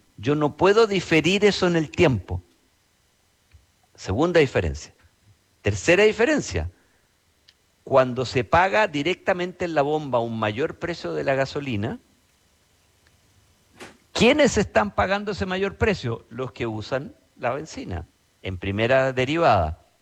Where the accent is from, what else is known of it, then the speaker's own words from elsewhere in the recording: Chile; Si nosotros hoy día hemos transferido como chilenos, 2.500 millones de dólares más